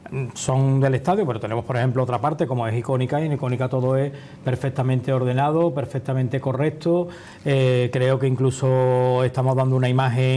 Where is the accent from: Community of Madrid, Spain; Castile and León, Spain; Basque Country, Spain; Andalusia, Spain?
Andalusia, Spain; Seville; Yo personalmente, como sevillano